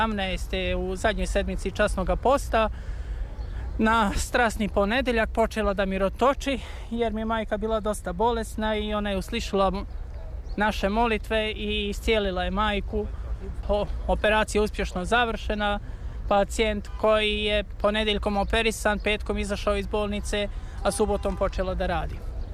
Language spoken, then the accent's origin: Serbian; Banja Luka, Republika Srpska, Bosnia & Herzegovina; Dolazim iz Svete Krajine Republike Srpske Banja Luke.